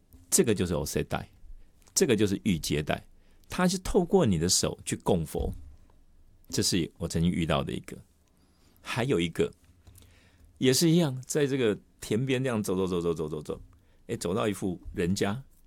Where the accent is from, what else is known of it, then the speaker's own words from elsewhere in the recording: Taiwan; 然后他说啊，你们从哪里来的？然后说我们是台湾来的啊